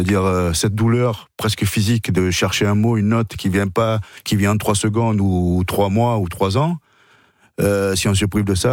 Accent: Marseille, Provence-Alpes-Côte d'Azur, France; J'ai grandi à Marseille.

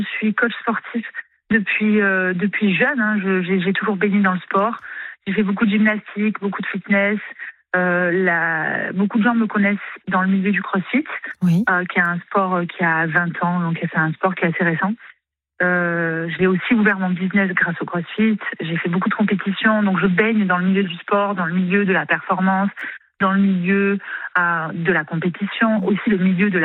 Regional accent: Avignon, Provence-Alpes-Côte d'Azur, France; also born or lived in Paris / Marseille; now in Lacanau, France; C'est complètement éloigné d'où je viens. Je viens d'Avignon, dans le sud-est.

